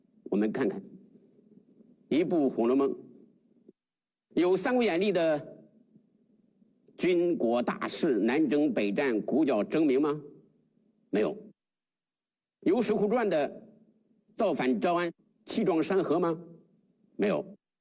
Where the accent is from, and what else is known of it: China